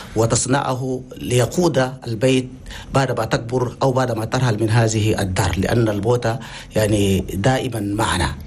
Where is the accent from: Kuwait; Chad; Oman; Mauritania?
Chad